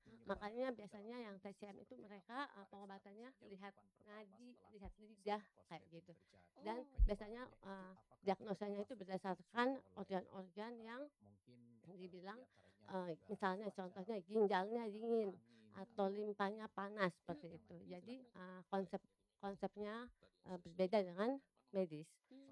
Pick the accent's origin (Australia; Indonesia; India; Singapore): Indonesia; Kupang, East Nusa Tenggara; kembali ke Kupang ya. Saya anak daerah asli Kupang.